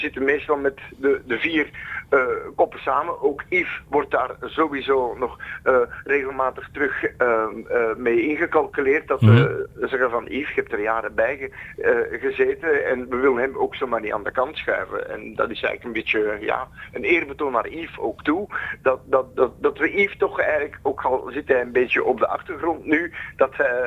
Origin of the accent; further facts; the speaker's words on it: Antwerp, Flanders, Belgium; now in Hoboken, Belgium; Ik ben opgegroeid op het Antwerpse Kiel. Ik woon nu iets verder bij Hoboken.